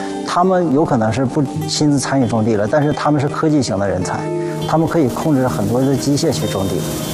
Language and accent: Chinese; Heilongjiang, China; born there; 我就是北大荒这块出生的